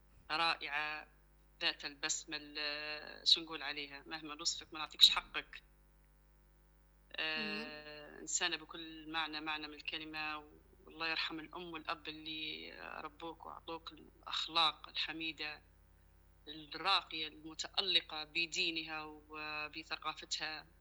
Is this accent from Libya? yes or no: yes; Libya; احنا كشعب ليبي،